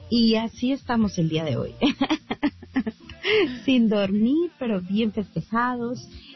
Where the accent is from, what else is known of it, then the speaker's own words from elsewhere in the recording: Mexico; vimos el grito de independencia en México. Y bueno, pues con toda la actitud, orgullosamente siendo mexicanos.